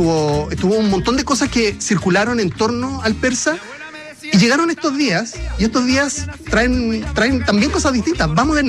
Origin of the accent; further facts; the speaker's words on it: Chile; Somos sangucheros los chilenos